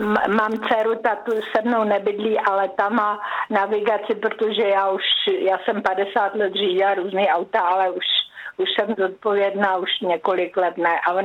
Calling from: Prague, Czechia; also born or lived in Tunisia; Já jsem z Prahy.

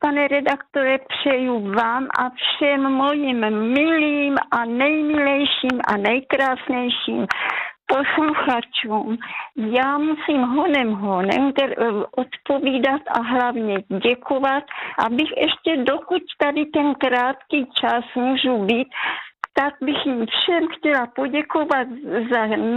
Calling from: Jeseník, Olomouc Region, Czechia; Já jsem z Jeseníku

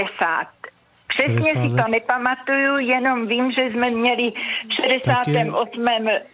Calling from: Zlechov, Zlín Region, Czechia; posluchačka z Zlechova

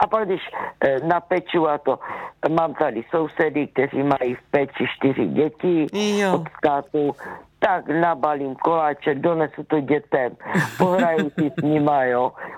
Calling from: Zlín Region, Czechia; A já jsem z Valach

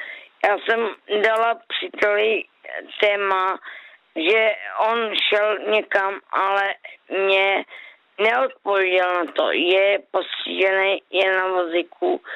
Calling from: Brno, South Moravian Region, Czechia; z Králového pole.

